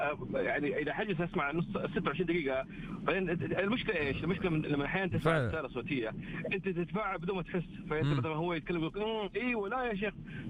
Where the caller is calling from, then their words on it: Riyadh, Riyadh Province, Saudi Arabia; انا من الرياض